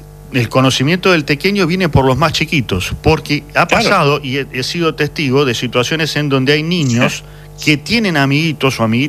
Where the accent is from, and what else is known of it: Argentina